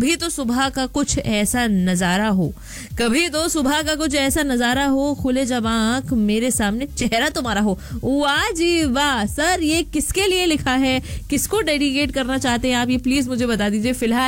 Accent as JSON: {"language": "Hindi", "town": "Bhopal", "region": "Madhya Pradesh", "country": "India", "said": "मैं भोपाल से हूँ"}